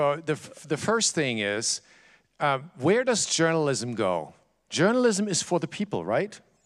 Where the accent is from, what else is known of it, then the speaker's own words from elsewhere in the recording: Germany; now in United States; I actually grew up here. I live in the US now, but I grew up in Germany.